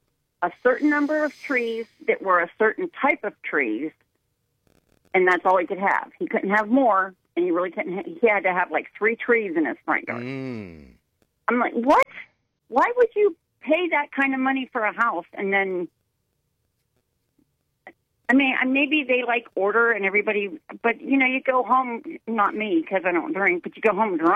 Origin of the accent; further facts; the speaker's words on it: East Palestine, Ohio, United States; In East Palestine.